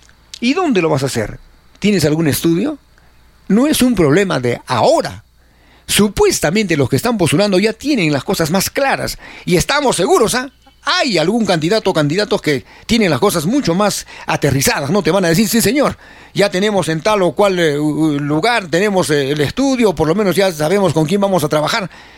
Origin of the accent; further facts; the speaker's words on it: Peru; somos un país de tercer mundo, somos un país en vías de desarrollo. ¿Qué somos los peruanos en realidad?